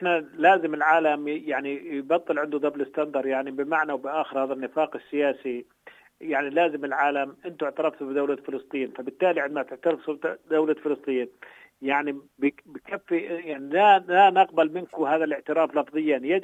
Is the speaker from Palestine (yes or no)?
yes; Palestine; احنا مطلوب منا كفلسطينيين